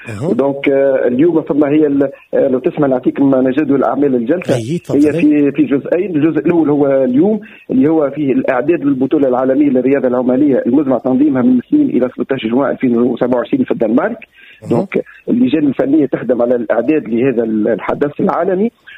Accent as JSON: {"language": "Arabic", "country": "Tunisia", "said": "وتعزيز حضور بلدنا تونس، بلد هذا البلد العزيز في الهيكل الرياضيه الدوليه."}